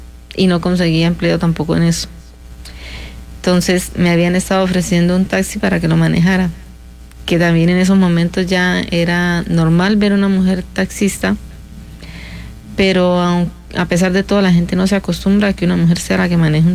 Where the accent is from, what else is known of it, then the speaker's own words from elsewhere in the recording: Norte de Santander, Colombia; Yo vengo de Colombia, del norte de Santander. Somos una familia un tanto grande. Somos 11 hermanos.